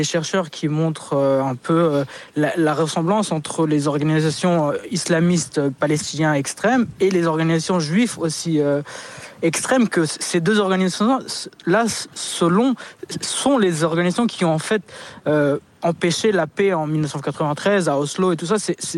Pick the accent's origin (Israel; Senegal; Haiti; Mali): Israel; now in France; comme Israélien, comme quelqu'un qui a grandi en Israël, pour moi, j'adore Israël, j'adore la mentalité, c'est ce que je connais.